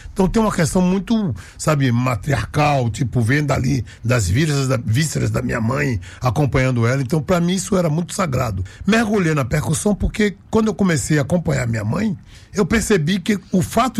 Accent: Bahia, Brazil; aqui na minha terra, dentro do meu axé

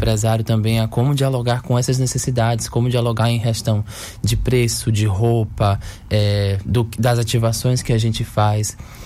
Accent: Salvador, Bahia, Brazil; Muitas pessoas não acreditam que a gente é daqui. Elas acham que a gente é de outro estado, que a gente é de São Paulo, que a gente é do Sudeste. A gente fala, cara, não, a gente é de Salvador. A gente vem de lá

